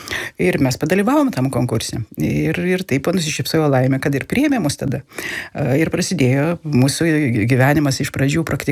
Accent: Skaudvilė, Tauragė County, Lithuania; Žinai, iš Viduklės, aš iš Skaudvilės.

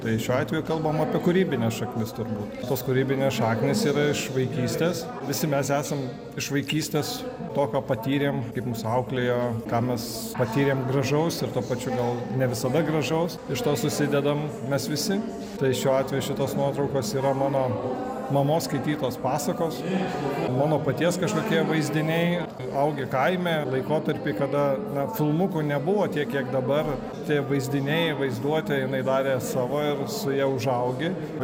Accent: Šilalė, Tauragė County, Lithuania; Aš išvažiavau iš Šilalės, kurį aš atsimenu apibūdinamą ir pats atsimenu kaip visuomet gražią. Žalia, žydinčia, švaria be galo.

